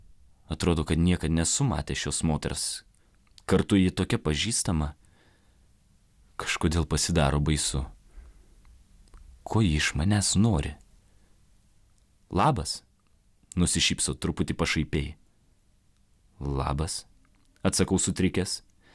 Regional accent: Vilnius, Vilnius County, Lithuania; now in United States; Kai augau Vilniuje per visą vaikystę

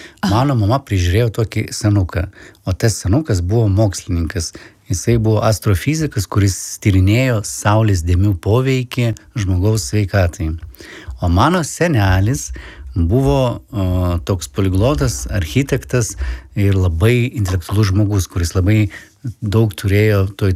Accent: Sochi, Krasnodar Krai, Russia; moved away; Ir aš gimiau gan Sočyje.

